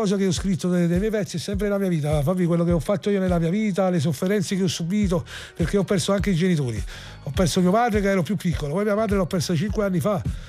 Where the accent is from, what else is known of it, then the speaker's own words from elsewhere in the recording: Acerra, Campania, Italy; born there; sì, dove sono nato io, dove è nato Pulcinella